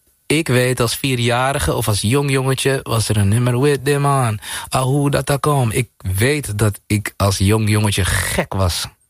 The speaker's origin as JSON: {"language": "Dutch", "country": "Suriname", "tie": "born or raised there", "said": "ik ben opgegroeid in Suriname."}